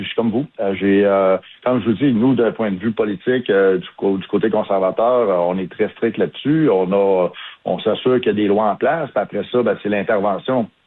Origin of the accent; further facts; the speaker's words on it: Quebec City, Quebec, Canada; moi je viens de Québec, puis Québec, ça a toujours été tranquille.